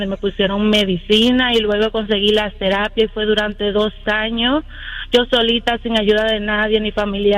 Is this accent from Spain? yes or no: no; Dominican Republic; now in United States; Se lo conté a mi doctora, se lo conté a mi familia, y como dominicana, al fin, cuando tú dices cosas así, dicen que uno inventándose los síntomas